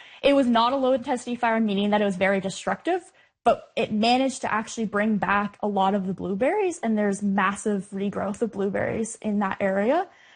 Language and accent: English; Ontario, Canada; I grew up on Georgian Bay and I've always been connected to land.